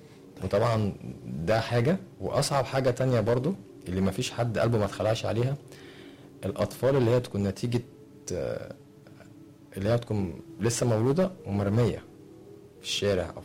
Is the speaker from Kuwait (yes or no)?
no; Upper Egypt, Egypt; مره وانا صغير عندنا في الصعيد